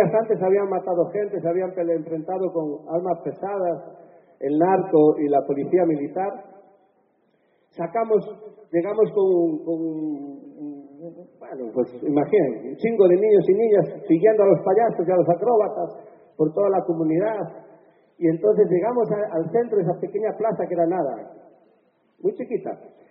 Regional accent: Galicia, Spain; Pero como soy gallego, y payaso, y hombre, o sea, las tengo todas

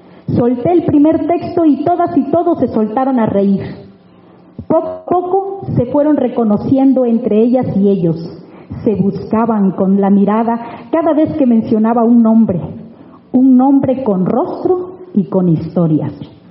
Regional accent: El Coyul, Oaxaca, Mexico; mi pueblo El Coyul.

